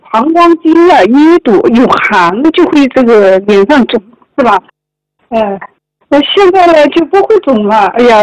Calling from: Shangrao, Jiangxi, China; 我来自江西上饶，今年60多岁了

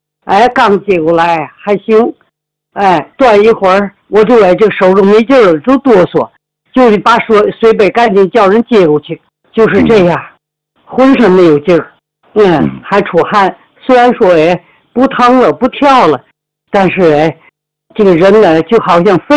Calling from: Tianjin, China; 我来自天津河东区。

